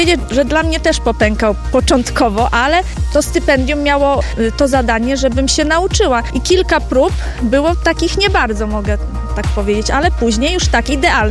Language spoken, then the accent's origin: Polish; Romanów, Lublin Voivodeship, Poland; now in Jakówki, Poland; ja pochodzę z Romanowa, a aktualnie mieszkam w Jakówkach